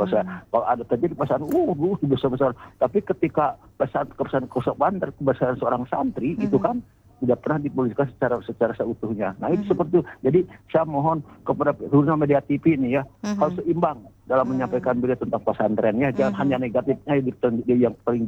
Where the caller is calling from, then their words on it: Bandung, West Java, Indonesia; Ya, saya dari Bandung Timur ya.